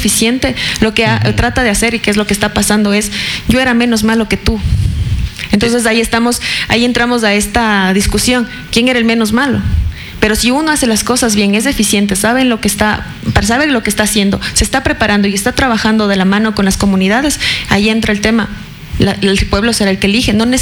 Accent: Pelileo, Tungurahua, Ecuador; moved away as an adult; han pasado casi 11 años desde que yo fui reina de mi cantón

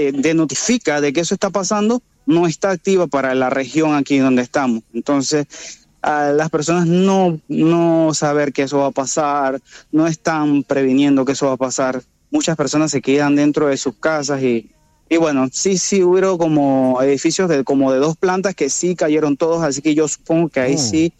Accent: Panama; como decimos acá en Panamá

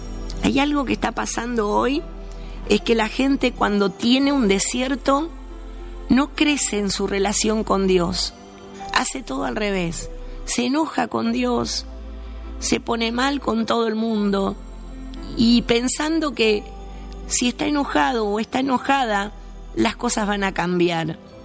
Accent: Villa Ángela, Chaco, Argentina; que soy de la ciudad de Villa Ángela, en el Chaco, oriunda de Villa Ángela, así se dice, ¿no? Oriunda, vengo de ahí, del medio del Chaco.

